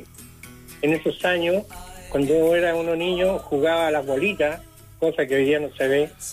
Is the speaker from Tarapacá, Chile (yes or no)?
no; San Antonio, Valparaíso, Chile; now in Caldera, Chile; uno de los primeros en San Antonio, porque me crié en San Antonio.